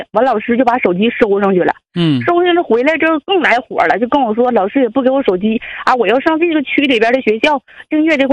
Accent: Jilin, China; 对对对，我因为我就是也在那边长大的

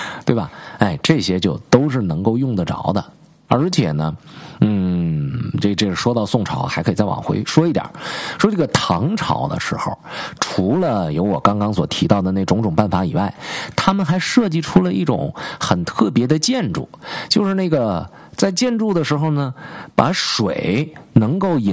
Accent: Northeast China, China; 我的老家东北

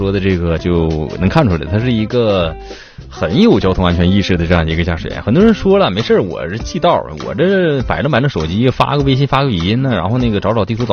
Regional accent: China; 我是中国人

